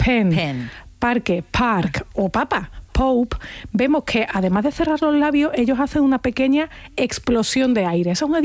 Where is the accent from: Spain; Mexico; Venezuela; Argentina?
Spain; Andalusia; accent: Andalusian; Para mí, como andaluza, pues las consonantes que están a final de sílaba tienden a no decirse o a modificarse.